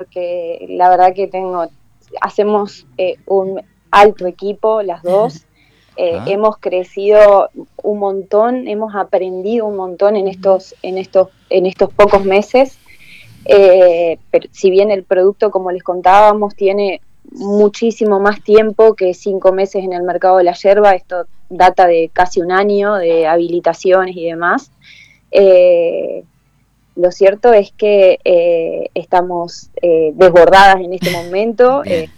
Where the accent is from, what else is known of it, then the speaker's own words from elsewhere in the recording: Concepción del Uruguay, Entre Ríos, Argentina; nosotros somos de Concepción del Uruguay.